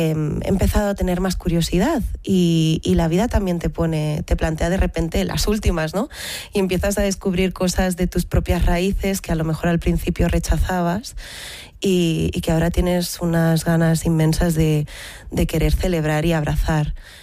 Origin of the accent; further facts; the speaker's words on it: Barcelona, Catalonia, Spain; yo he crecido aquí, yo crecí en Barcelona